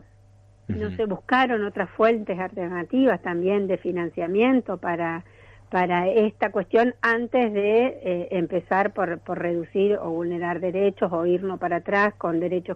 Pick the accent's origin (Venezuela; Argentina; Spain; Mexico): Argentina; nosotros como país, Argentina